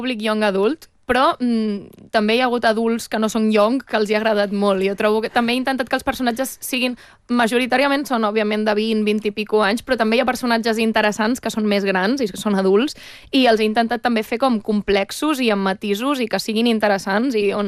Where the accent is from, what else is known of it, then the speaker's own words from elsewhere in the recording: Catalonia, Spain; jo, tot i que sóc catalana i òbviament conec la cultura catalana